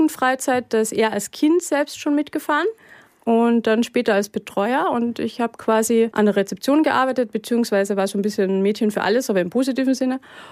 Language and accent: German; Wagrain, Salzburg, Austria; also born or lived in Maltatal; Also ich bin im Maltertal aufgewachsen und war 8 oder 9 und dann bin ich nach Wagrain gezogen.